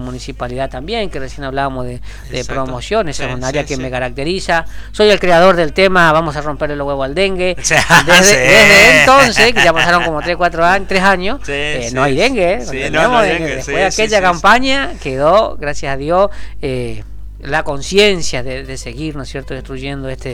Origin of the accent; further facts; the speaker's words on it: Reconquista, Santa Fe, Argentina; born there; also born or lived in Intiyaco; tengo 40 años. En Intillaco viví hasta la edad de 8 años, ahí en Colmena. Cuando tenía ya cumplido 9 años, nos vinimos a Reconquista, estudié en la escuela Matadero.